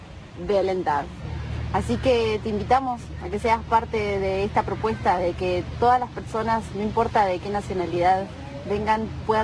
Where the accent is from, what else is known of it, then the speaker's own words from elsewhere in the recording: Argentina; German is a second language; now in Freiburg, Germany; Ich komme aus Argentinien.